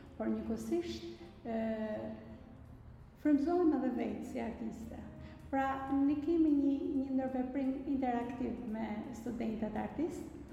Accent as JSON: {"language": "Albanian", "town": "Shkodër", "region": "Shkodër County", "country": "Albania"}